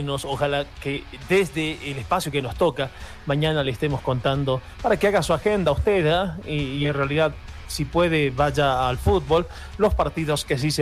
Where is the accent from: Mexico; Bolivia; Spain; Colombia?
Bolivia; nosotros como bolivianos nos tenemos que mover de manera diferente.